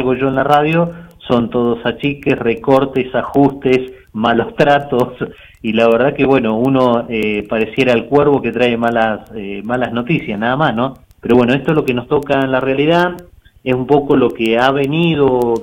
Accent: Argentina; Nosotros como argentinos

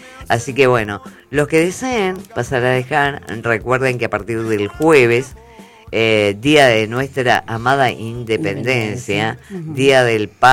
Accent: Argentina

